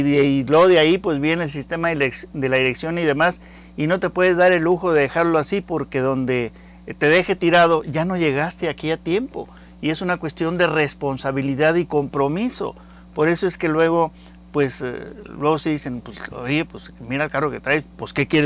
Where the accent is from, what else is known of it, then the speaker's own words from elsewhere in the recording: Mexico; así somos los mexicanos